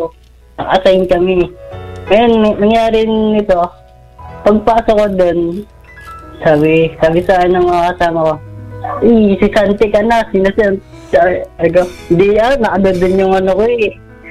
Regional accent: Batangas, Calabarzon, Philippines; Sa Batangas po.

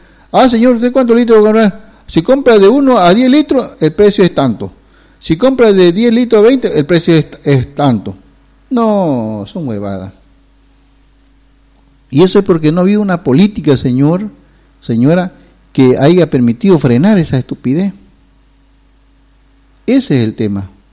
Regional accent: eastern lowlands, Bolivia; Pero soy camba.

